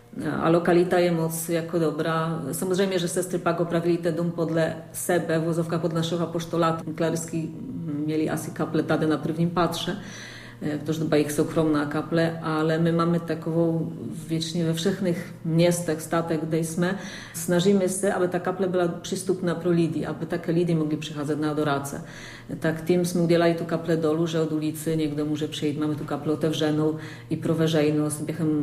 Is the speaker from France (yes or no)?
no; Poland; Czech is a second language; now in Czech Republic; pro nás jako Polaky jako je to snadnější se naučit češtiny